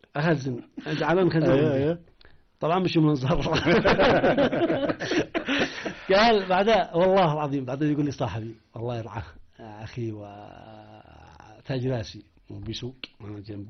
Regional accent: Yemen

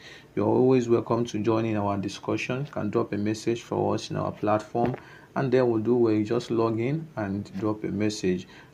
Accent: Okada, Edo, Nigeria; from Okada Town, Edo State, Nigeria.

